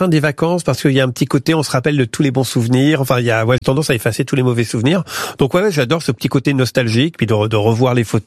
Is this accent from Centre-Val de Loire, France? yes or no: no; Pont-de-l'Arche, Normandy, France; ma ville natale, Pont de l'Arche, qui est une petite